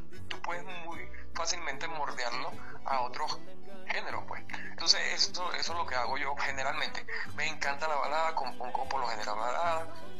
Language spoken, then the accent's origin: Spanish; Cumanacoa, Sucre, Venezuela; Ya a la edad de los 17 años, en mi pueblo, como Aracoa